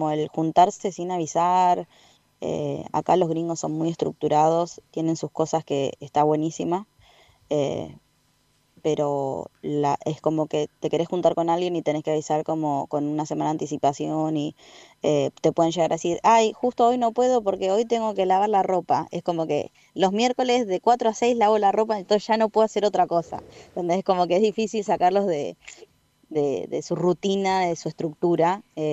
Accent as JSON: {"language": "Spanish", "country": "Argentina", "moved": "as an adult", "lives_now": "Alaska, United States", "said": "sé que está la posibilidad de tener esa tranquilidad en nuestro país, pero bueno, donde yo vivía ahí en el oeste"}